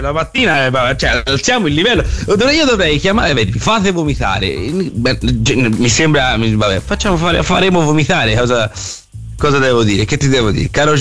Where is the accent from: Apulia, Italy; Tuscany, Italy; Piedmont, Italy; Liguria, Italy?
Tuscany, Italy; Campi Bisenzio; sono di Campi Bisenzio